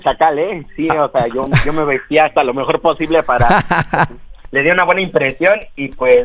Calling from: Ecatepec de Morelos, State of Mexico, Mexico; Tengo 19 años y me llamo aquí del Ecatepec de Morelos.

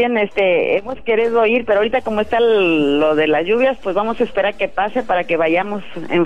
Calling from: Morelos, Mexico; Somos de aquí, de Morelos.

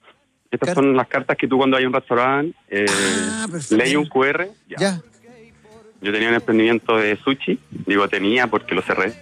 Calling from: San Ramón, Santiago Metropolitan Region, Chile; Yo llamo a la comuna de San Ramón

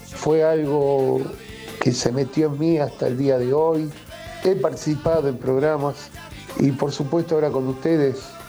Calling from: La Boca, Buenos Aires, Argentina; de la Boca.

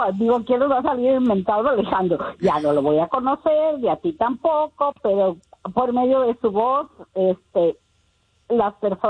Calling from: Colima, Mexico; Del estado de Colima.

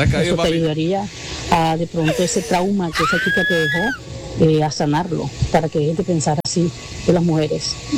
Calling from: Canada; Buenas noches, Tropicana. … de Canadá.

